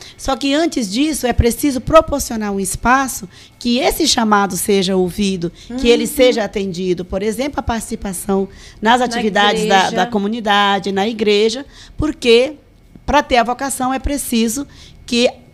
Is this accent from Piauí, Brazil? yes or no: yes; Piauí, Brazil; now in Itapetininga, Brazil; eu sou do Piauí.